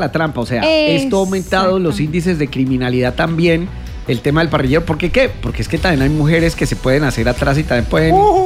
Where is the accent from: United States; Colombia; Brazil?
Colombia; Cali, Valle del Cauca; Yo que soy caleño